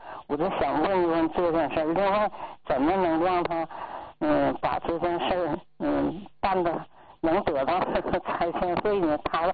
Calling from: Changchun, Jilin, China; 尹律师你好。我是长春的

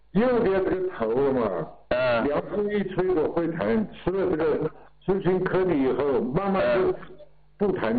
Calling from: Yunnan, China; 我是云南的

